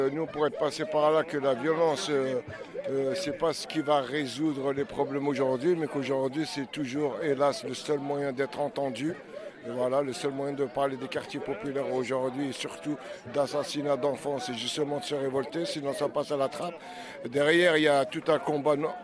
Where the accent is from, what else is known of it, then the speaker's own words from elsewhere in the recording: Dammarie-les-Lys, Île-de-France, France; j'ai grandi à Damary-les-Lys, là où Abdelkader Bouzien a été tué par la police en 1997.